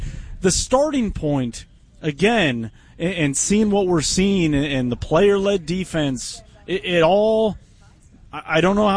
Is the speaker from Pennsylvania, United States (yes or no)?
no; Mississippi, United States; accent: Mississippi; People didn't understand what I was saying because of my Mississippi accent.